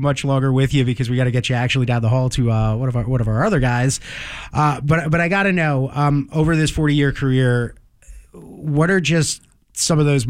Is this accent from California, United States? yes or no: no; New York, United States; now in Virginia, United States; because I have lived in Virginia longer than I ever lived in New York. I grew up on Long Island. So growing up as a Mets fan, I got to hear Bob Murphy call games a lot.